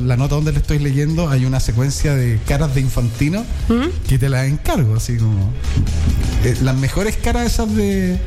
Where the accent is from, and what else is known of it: Chile